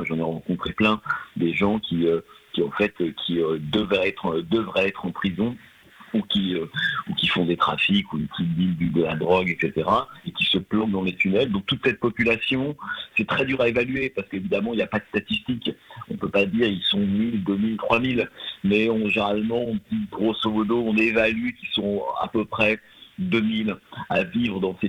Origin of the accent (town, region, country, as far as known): France